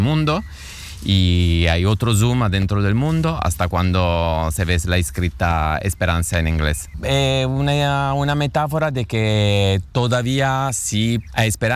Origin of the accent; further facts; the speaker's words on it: Turin, Piedmont, Italy; Spanish is a second language; moved away; Soy un artista italiano de Torino, del norte de Italia.